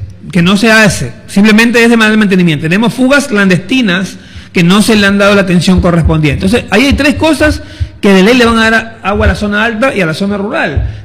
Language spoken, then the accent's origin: Spanish; Ecuador